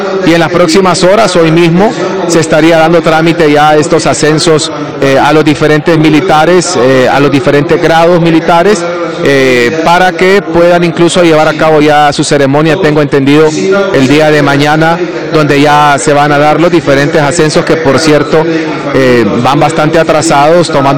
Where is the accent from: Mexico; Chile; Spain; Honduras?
Honduras; yo particularmente voy a estar como hondureño muy agradecido